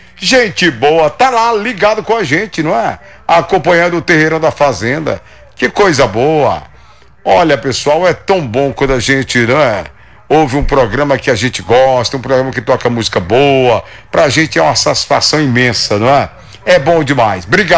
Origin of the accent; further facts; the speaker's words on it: Bacabal, Maranhão, Brazil; Eu sou de São José das Verdades, município de Bacabal